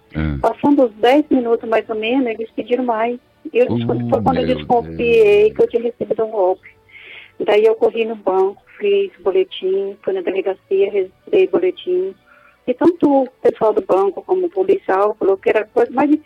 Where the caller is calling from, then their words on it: Orizona, Paraná, Brazil; Eu falo de Orizona, Paraná.